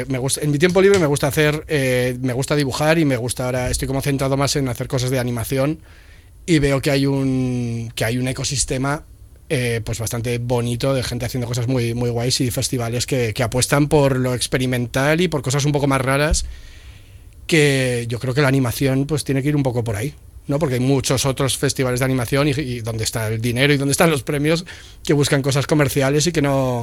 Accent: Logroño, La Rioja, Spain; moved away as an adult; now in Madrid, Spain; Él y yo somos de Logroño, en tercero de primaria nos pusieron juntos y desde ahí pues hemos estado siempre muy, muy juntos. O sea, en plan, estudiamos el bachillerato artístico, vinimos a Madrid a estudiar diseño gráfico

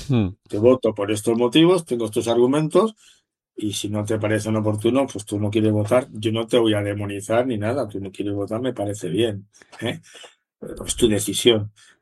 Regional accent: Madrid, Community of Madrid, Spain; yo soy de Madrid

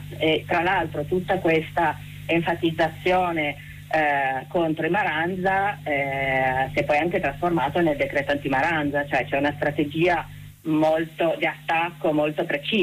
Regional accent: Turin, Piedmont, Italy; noi ci vedremo come torinesi liberi democratici il 10 settembre sia alle 9 del mattino al tribunale per seguire il processo

